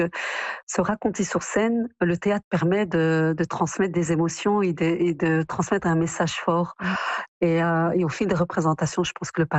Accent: Belgium; Je suis née en Belgique, j'y ai grandi, j'ai construit ma vie, mais j'ai toujours un attachement très fort au Maroc

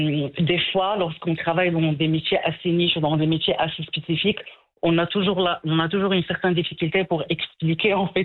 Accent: Morocco; c'est pas l'esthétique hyper visuelle qu'on avait l'habitude d'absorber en tant que Marocain.

